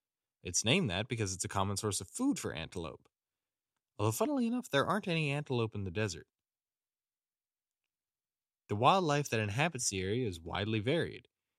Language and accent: English; British Columbia, Canada; I'm from the Lower Mainland. How about you? I was born and raised down here, so I've spent roughly 103% of my life absolutely drenched from the rain.